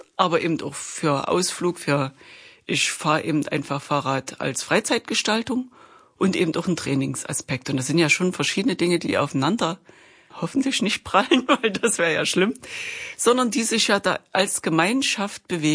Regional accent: Chemnitz, Saxony, Germany

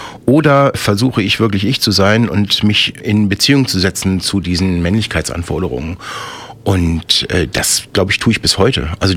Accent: Hannover, Lower Saxony, Germany; born there; also born or lived in Marburg / Berlin; Ich bin 1974 in Hannover geboren, habe Politikwissenschaften in Marburg und Berlin studiert

